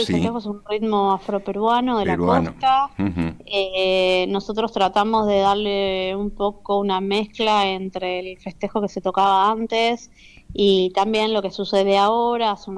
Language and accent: Spanish; Argentina; ya que yo soy argentina